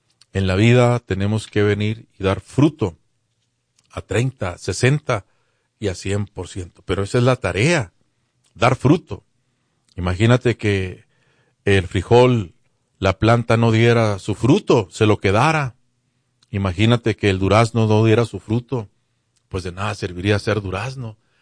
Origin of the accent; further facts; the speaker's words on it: Chihuahua, Mexico; en Chihuahua, pues yo soy chihuahuense